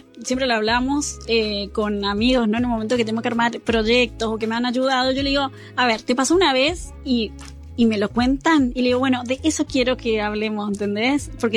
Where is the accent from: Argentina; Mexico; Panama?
Argentina; Mercedes, Corrientes; Yo, en Mercedes.